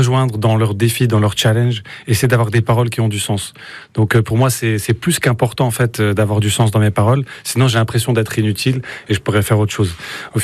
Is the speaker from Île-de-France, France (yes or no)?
no; Bethoncourt, Bourgogne-Franche-Comté, France; moi j'ai grandi à Bethoncourt, pas très loin d'ici, donc j'étais un enfant des quartiers